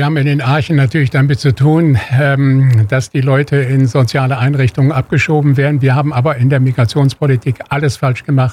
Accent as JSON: {"language": "German", "country": "Germany"}